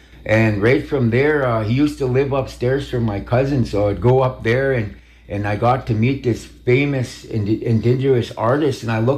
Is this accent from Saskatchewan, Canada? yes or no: yes; Saskatchewan, Canada; now in Regina, Canada; I come from Gordon's First Nations.